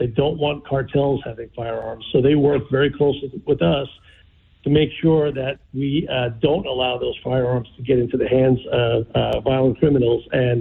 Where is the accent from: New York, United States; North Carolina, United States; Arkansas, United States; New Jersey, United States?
New York, United States; New York City; I grew up in New York City